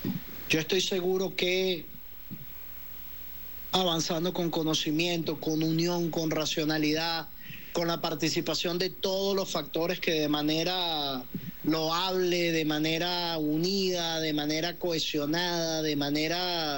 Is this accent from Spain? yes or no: no; Venezuela; nosotros tenemos que sentirnos orgullosos de ser venezolanos